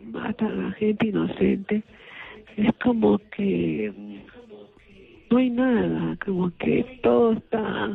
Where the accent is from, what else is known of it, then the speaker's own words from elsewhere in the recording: Peru; Pero ahora que veo cómo está la situación en mi país, que ahora va a haber una huelga, que va a haber una marcha, tengo familiares que viven en Lima